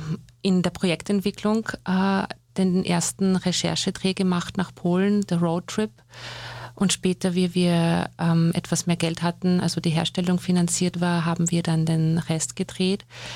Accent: Upper Austria, Austria; Ein Stück weit schon, natürlich, weil einfach sehr die prägendsten Jahre meines Lebens hier verbracht wurden und das ist halt doch von 6 bis 18

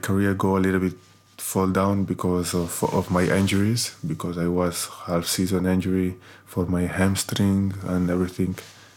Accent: Santa Coloma de Farners, Catalonia, Spain; English is a second language; But I started in my hometown, in Centre de Sport Farnés. And after that I do my next step to my neighbor town called Riu de Arenas.

